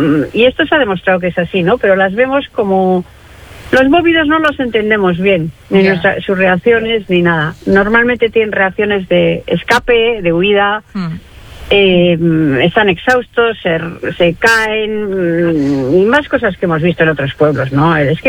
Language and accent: Spanish; Algorta, Basque Country, Spain; Mucha pena porque es mi pueblo, yo me he criado ahí en el Puerto Viejo, en la playa y tal.